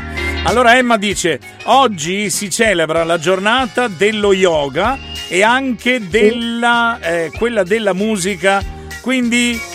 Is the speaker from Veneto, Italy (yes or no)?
yes; Padova, Veneto, Italy; E per forza sono veneto io. No, arrivo da Padova, quindi trasmettiamo da Padova